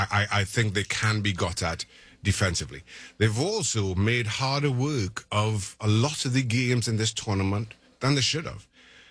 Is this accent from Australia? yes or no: no; Trinidad & Tobago; moved away; And I'm from Trinidad. And I go every year